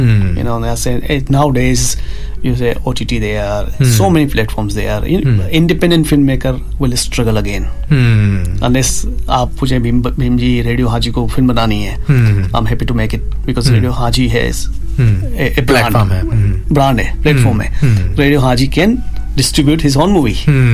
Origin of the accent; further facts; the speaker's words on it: Rajasthan, India; देखो मैं तो राजस्थान से हूँ मारवाड़ी खून है